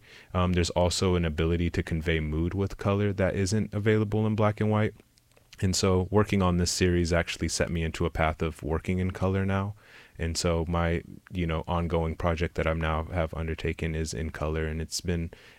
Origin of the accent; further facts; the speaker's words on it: Oklahoma, United States; also born or lived in Austin, Texas; Yeah, so I was born here in Austin, and in the third grade, I moved to Oklahoma, which is where my mother's family is from.